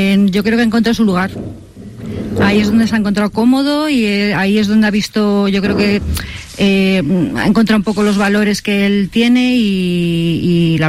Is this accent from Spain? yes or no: yes; Oviedo, Asturias, Spain; No, yo soy de Oviedo.